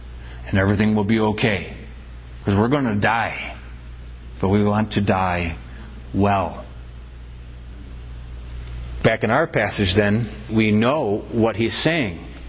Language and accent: English; United States